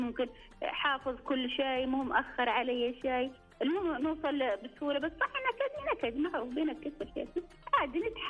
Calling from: south, Saudi Arabia; انا … من الجنوب

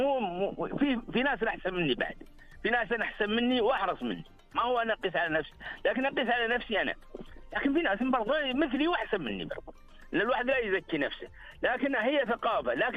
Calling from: Saudi Arabia

